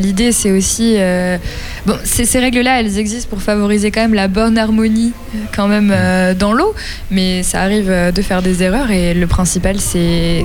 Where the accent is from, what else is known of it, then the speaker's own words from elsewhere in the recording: Hauts-de-France, France; born there; depuis l'enfance où je suis née en Picardie, mais où j'avais quand même toutes mes vacances au Guilvinec chez ma mamie.